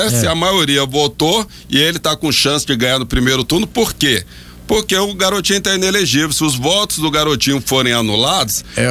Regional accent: Rio de Janeiro, Brazil; moved away; lá no meu estado, Rio de Janeiro.

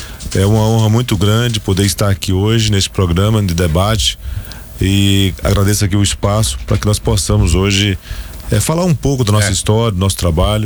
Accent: Anápolis, Goiás, Brazil; Eu nasci aqui, fui criado em Anápolis, né? Estudei aqui no colégio Independência, depois também no Colégio Auxílio.

